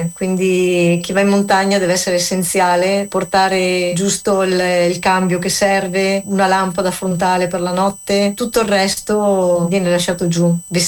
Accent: Chioggia, Veneto, Italy; born there; also born or lived in Trento; now in Adria, Italy; io sono nata a Chioggia, quindi paese di mare. Vivo ad Adria, provincia di Rovigo. Ho fatto 3 anni a Trento a insegnare.

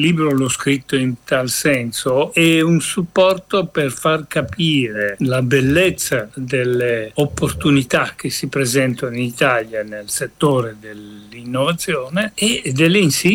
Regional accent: Mumbai, Maharashtra, India; moved away; also born or lived in Turin, Italy; Ho abitato a Torino per tanti anni, ma nasco e sono cresciuto in India, a Bombay.

